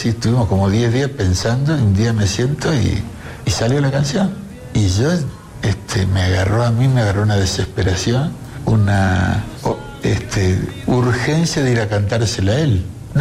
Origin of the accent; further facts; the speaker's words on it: Argentina; moved away; also born or lived in Italy; Soy orgullosamente colombiano, italiano, malcriado en la Argentina, y colombiano por adopción.